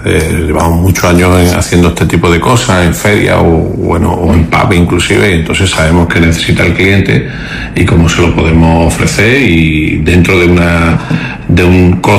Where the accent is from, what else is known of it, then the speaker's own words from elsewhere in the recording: Melilla, Spain; yo soy de aquí de Melilla de siempre